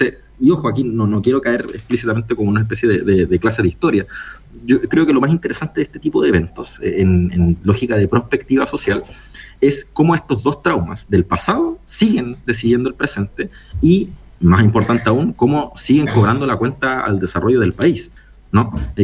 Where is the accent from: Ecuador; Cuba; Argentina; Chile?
Chile; ¿Somos locos los chilenos?